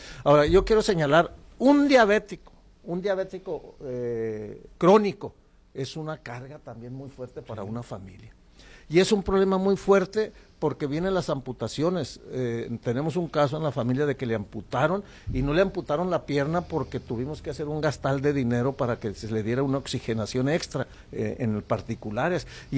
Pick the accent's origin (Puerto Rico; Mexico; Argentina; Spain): Mexico